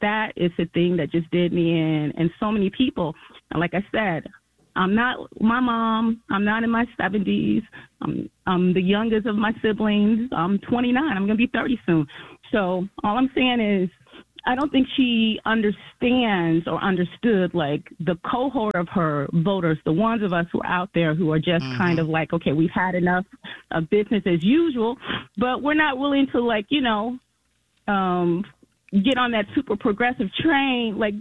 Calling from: Detroit, Michigan, United States; I'm from Detroit. My family's from Detroit. We've been here for forever. And I'm a moderate. I'm 29.

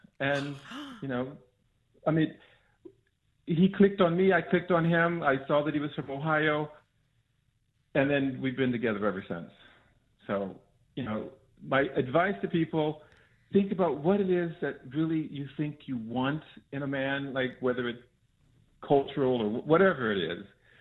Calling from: Vienna, Austria; Well, Vienna, Austria, actually.

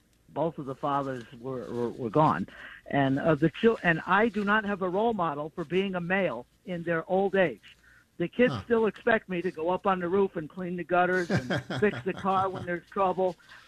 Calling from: Branford, Connecticut, United States; Brantford, Connecticut.

